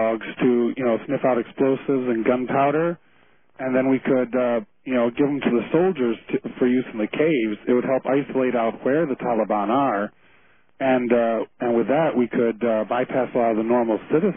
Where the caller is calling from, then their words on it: Austin, Texas, United States; I'm calling from Austin, Texas.